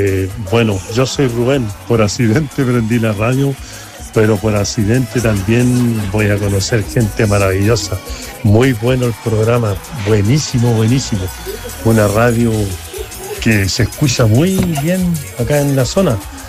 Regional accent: Angol, Araucanía, Chile; Yo soy de acá de Angol, de la zona de Angol

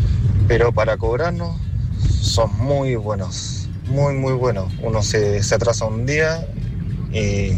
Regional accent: Hijuelas, Valparaíso, Chile; Yo soy de Hijuelas, específicamente sector Punta de Torrejón

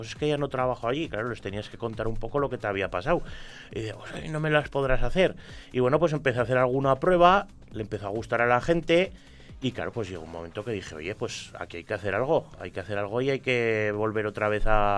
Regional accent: Grañén, Aragon, Spain; mi pueblo, en Grañén

